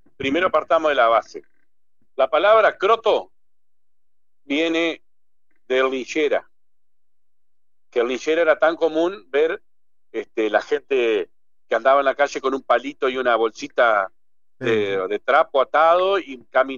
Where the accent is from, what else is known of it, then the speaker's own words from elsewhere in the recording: Argentina; Porque todos somos ciudadanos argentinos.